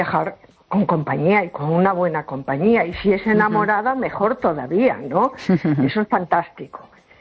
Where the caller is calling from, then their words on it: A Coruña, Galicia, Spain; de Coruña.